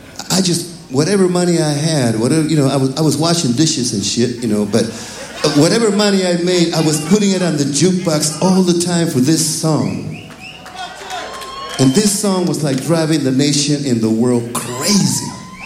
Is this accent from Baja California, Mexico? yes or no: yes; Tijuana, Baja California, Mexico; but I came here from Tijuana. In 1962.